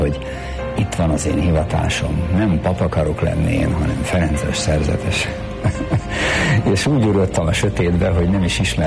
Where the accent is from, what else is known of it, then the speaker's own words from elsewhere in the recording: Pilisszentlászló, Pest, Hungary; moved away as an adult; also born or lived in Budapest; now in Mukachevo, Ukraine; Ott éltem le gyerekkoromat, Piris Szent Lászlón, egy elszlovákosodott magyar falu, de az én gyerekkoromban már vissza magyarosodott.